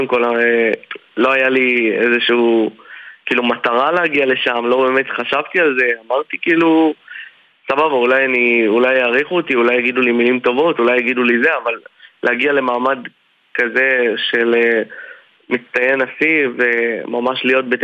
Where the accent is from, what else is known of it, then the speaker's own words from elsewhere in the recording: Acre, Northern District, Israel; אני משרת בלשכת גיוס בחיפה, אני באמת מעכו